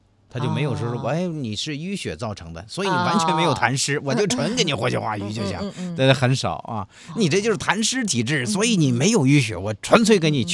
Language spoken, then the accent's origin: Chinese; Hebei, China; 是我们河北人